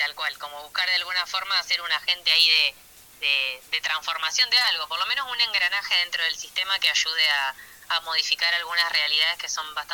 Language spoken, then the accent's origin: Spanish; General Conesa, Río Negro, Argentina; moved away as an adult; also born or lived in Bahía Blanca; now in Choele Choel, Argentina; Yo tengo 34 años, soy de General Conesa, un pueblo cercano, a 170 kilómetros de Choele. Uh-huh. Estudié en Bahía Blanca, terminé el secundario en Conesa y después me fui a Bahía Blanca